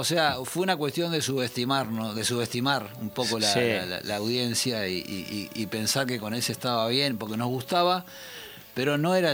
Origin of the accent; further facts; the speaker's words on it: Uruguay; now in Spain; Sí, así es. Me fui hace 26 años de Uruguay. Y aquí regresando, entiendo muchos motivos por los cuales me fui y otros por los que nunca debía haberme ido.